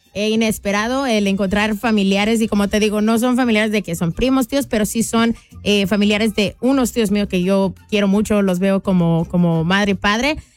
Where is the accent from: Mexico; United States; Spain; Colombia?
Mexico; moved away; Cuando mis padres y todos emigramos de México para acá, en ese tiempo se escuchaba una radio que era La Bonita.